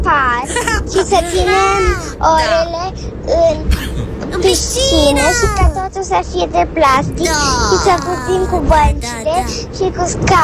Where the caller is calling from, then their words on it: Constanța, Constanța County, Romania; din Constanța. Am 7 ani.